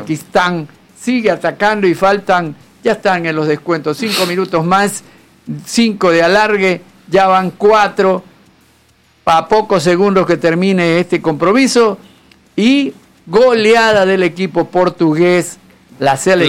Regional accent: Ecuador

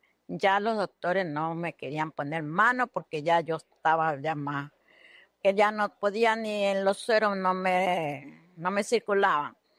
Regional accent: Salitre, Guayas, Ecuador; Yo mandé a pedir a mi hijo allá, como somos de Salitre, que me mandara un poquito del agua viva.

